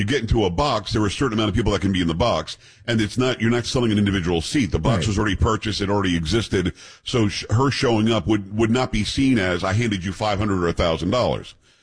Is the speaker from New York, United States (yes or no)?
yes; New York, United States; I'm originally from New York.